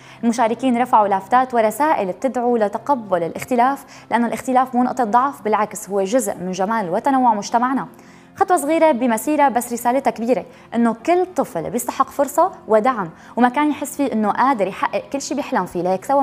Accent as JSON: {"language": "Arabic", "country": "Syria"}